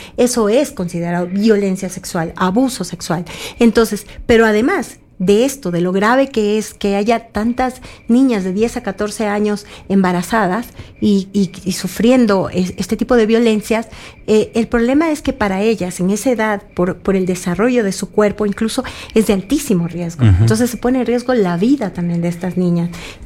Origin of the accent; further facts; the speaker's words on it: Esmeraldas, Ecuador; now in Quito, Ecuador; yo soy de Esmeraldas, vivo ya muchos años acá en Quito, pero yo soy de Esmeraldas